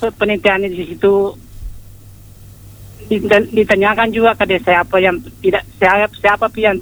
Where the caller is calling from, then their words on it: Indonesia; di Pondre.